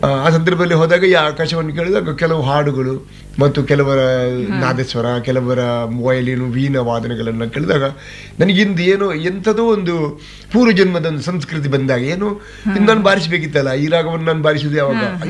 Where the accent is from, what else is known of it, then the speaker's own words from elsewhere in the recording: Karnataka, India; ಮೂಲತಃ ನಾನು ಬಾಣೆ ಮಂಗಳೂರಿನ ಹತ್ತಿರ ಬಂಟ್ವಾಳ ತಾಲೂಕಿನಲ್ಲಿ ಸಜಿಪಾಂತ ಗ್ರಾಮ, ಮರೇಕು ಗ್ರಾಮ. ಅಲ್ಲಿ ಯಾವುದೇ ಸೌಕರ್ಯಗಳಿಲ್ಲ, ನಡ್ಕೊಂಡು ಹೋಗ್ಬೇಕು. ಪೇಟೆಯಿಂದ 5-6 ಕಿಲೋಮೀಟರ್ ನಡ್ಕೊಂಡು ಹೋಗಿತ್ತು.